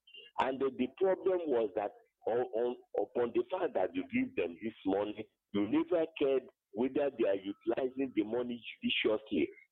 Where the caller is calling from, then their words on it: Enugu State, Nigeria; I'm calling from Panikenugu.